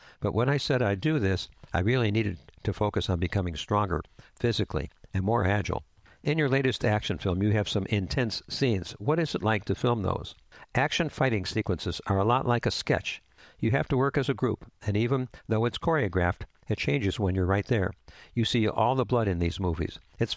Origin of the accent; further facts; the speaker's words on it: Naperville, Illinois, United States; And you're like, how am I a Hollywood guy? I'm a Naperville guy, running around fighting over the last piece of cake